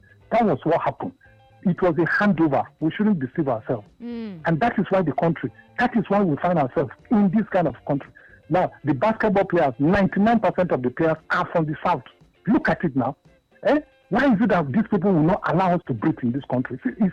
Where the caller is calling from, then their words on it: Jos, Plateau, Nigeria; Right. I'm calling from Jos.